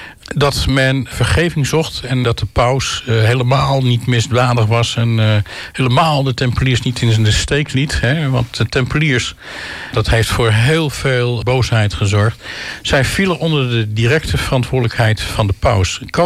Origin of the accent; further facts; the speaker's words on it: Netherlands